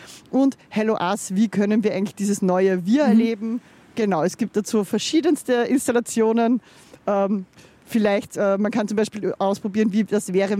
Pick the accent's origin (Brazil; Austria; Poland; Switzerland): Austria; Linz, Upper Austria; Ich bin in Linz aufgewachsen